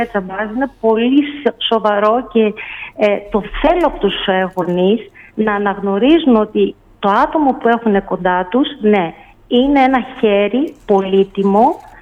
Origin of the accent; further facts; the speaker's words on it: Thessaloniki, Central Macedonia, Greece; Ξεκίνησα με τη Θεσσαλονίκη γιατί είναι η πόλη μου.